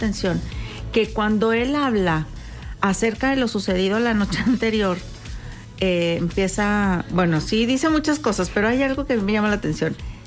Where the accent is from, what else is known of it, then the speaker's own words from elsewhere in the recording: Mexico; eso me da mucha tristeza como mexicana.